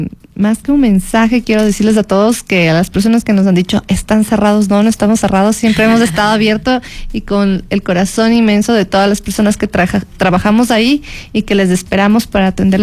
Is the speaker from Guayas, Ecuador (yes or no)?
no; Quito, Pichincha, Ecuador; Siempre vas a encontrar sabores de mi tierra